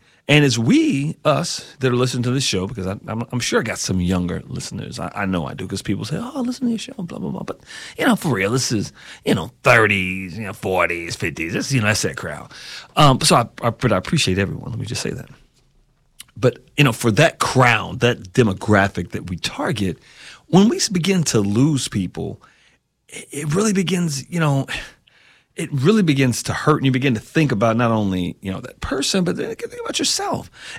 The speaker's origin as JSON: {"language": "English", "region": "Kentucky", "country": "United States", "tie": "born or raised there", "moved": "yes", "lives_now": "Greenwood, United States", "said": "growing up in Eastern Kentucky"}